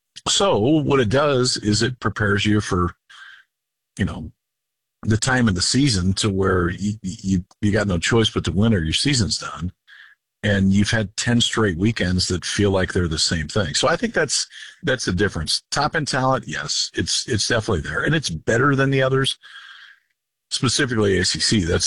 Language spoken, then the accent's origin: English; Midwest, United States; moved away as an adult; also born or lived in West Coast; I grew up in the Midwest and I played college baseball on the West Coast.